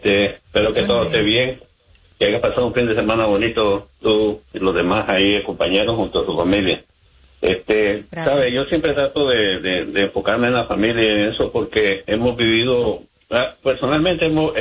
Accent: Nicaragua; hemos vivido una guerra fratricida de más de 50.000 muertos en Centroamérica, en mi país, que es Nicaragua

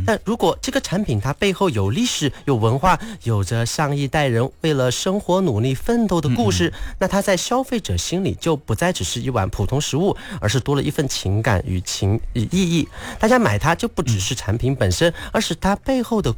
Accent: Sichuan, China; born there; moved away; 作为一个四川人，我从小吃着川菜

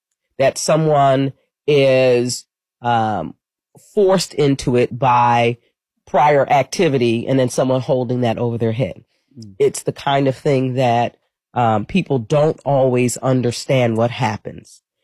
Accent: New York City, New York, United States; born or raised there; moved away as an adult; now in Philadelphia, United States

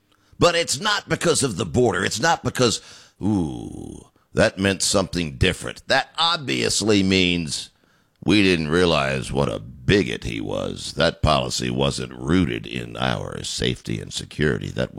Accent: Texas, United States; This is my home state. I own a ranch.

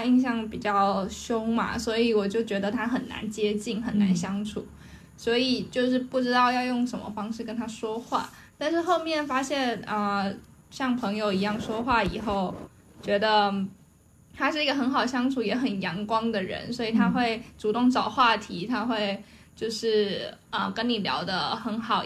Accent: Taiwan; moved away as an adult; now in Seattle, United States; Hello， 大家好， … 我来自台湾。 我是2022年来西雅图的， 然后现在 研究所毕业，在西雅图 Bellevue 地区工作。

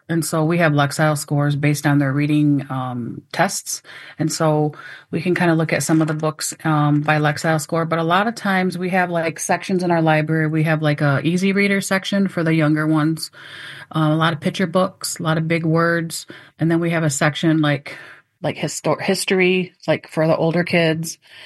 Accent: Mount Pleasant, Michigan, United States; Like I'm from the Saginaw Chippewa tribe in Mount Pleasant.

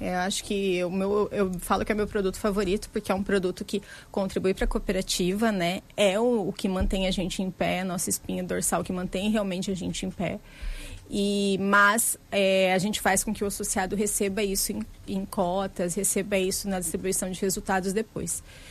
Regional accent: Maringá, Paraná, Brazil; Eu já morei em estados diferentes e eu venho de Maringá, Paraná, que também é uma cidade do interior, né?

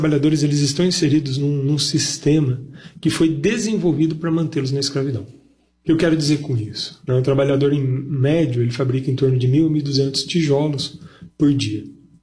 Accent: Brazil

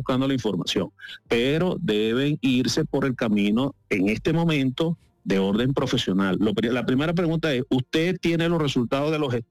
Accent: Venezuela

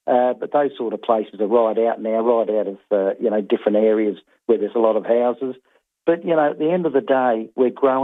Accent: Strathalbyn, South Australia, Australia; Strathalbyn here in my hometown, you know how big that's getting.

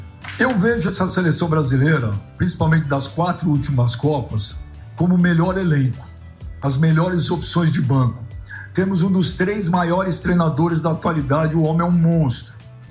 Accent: Brazil; sou brasileiro

